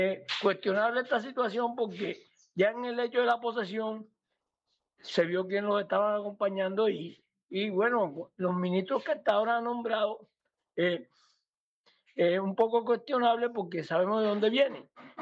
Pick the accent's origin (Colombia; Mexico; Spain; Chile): Colombia; son temas que a uno le preocupan como colombiano.